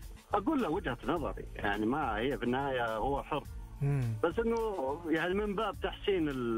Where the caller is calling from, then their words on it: Riyadh, Riyadh Province, Saudi Arabia; من الرياض.